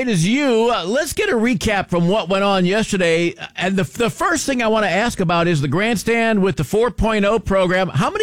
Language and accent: English; Illinois, United States; moved away; when I was growing up back in Illinois, 4-H was a big part of my life.